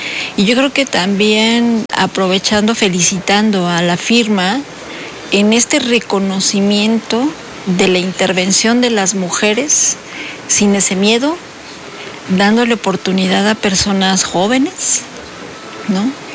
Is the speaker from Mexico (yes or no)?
yes; Mexico